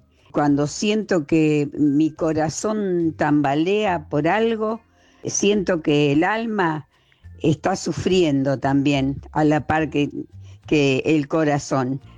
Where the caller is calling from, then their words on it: Rosario, Santa Fe, Argentina; Hola, Luisa, Celeste y grupo del Te Escucho. … de Rosario.